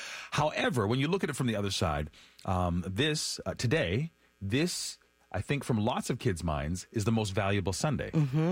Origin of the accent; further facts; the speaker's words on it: Winnipeg, Manitoba, Canada; I grew up in Winnipeg. I mean, a city where you could ride your bike across the whole city.